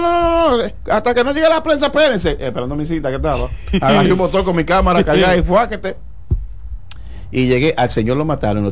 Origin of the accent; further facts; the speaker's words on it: San Francisco de Macorís, Duarte, Dominican Republic; yo soy de San Francisco de Macorís, de un campo